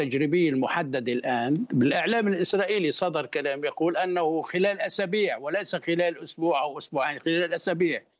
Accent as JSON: {"language": "Arabic", "country": "Lebanon", "lives_now": "Beirut, Lebanon", "said": "على اللبنانيين أن ننتظره،"}